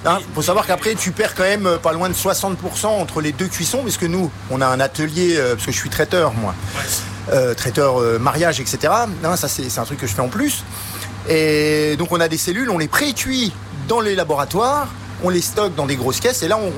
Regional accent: Verdun, Grand Est, France; Nous, on est de Verdun. Donc, on est à peu près à une heure d'ici, quoi. On est dans la Meuse.

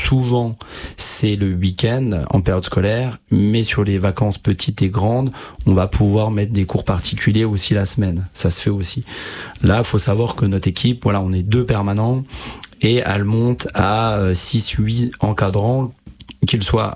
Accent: Messein, Grand Est, France; je suis issu de Messin

